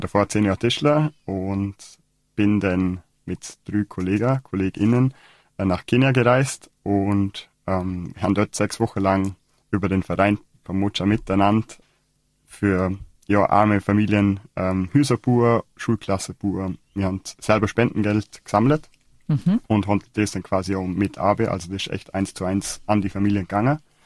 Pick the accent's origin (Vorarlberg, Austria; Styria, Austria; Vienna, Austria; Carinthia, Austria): Vorarlberg, Austria; Ich komme selber aus dem Bregenzer Wald